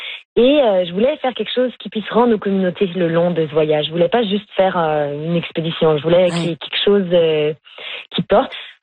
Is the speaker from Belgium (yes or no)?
no; Quebec, Canada; J'ai grandi au Québec